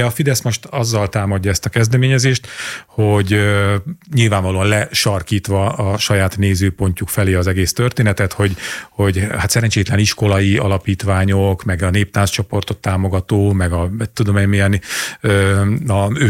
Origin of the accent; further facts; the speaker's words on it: Sátoraljaújhely, Borsod-Abaúj-Zemplén, Hungary; moved away; az én kis fatornyos kis szülővárosomnak a Facebook csoportjára